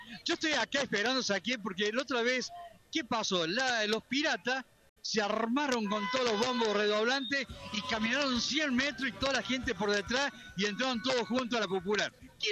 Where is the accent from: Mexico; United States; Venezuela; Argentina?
Argentina; Córdoba; Yo soy de Barrio Güemes y ella de allá de Estancia Vieja, cerca de tu pago de allá.